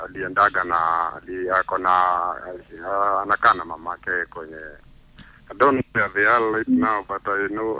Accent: Nyandarua County, Kenya; Kwetu ni Nyandarua ambapo wazazi wangu wanaishi Nyandarua ambapo huko ndo tumezaliwa, lakini mizizi yetu ni pande ya Kisii. Huko ndo wazazi walikuwa wametoka, lakini sisi tumezaliwa pande ya Nyandarua. So huko ni Nyandarua.

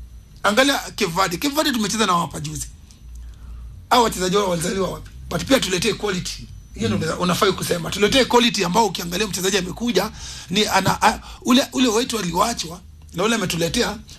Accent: Kenya; sometimes unapata wewe pia kama Mkenya uku respected.

